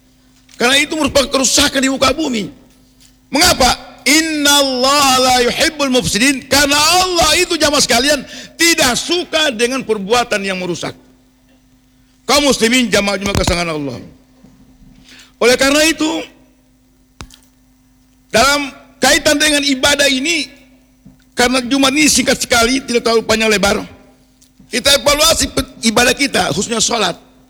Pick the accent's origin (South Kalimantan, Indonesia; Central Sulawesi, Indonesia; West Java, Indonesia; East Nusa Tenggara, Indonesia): Central Sulawesi, Indonesia; first language Kaili; Dalam bahasa kita Kaili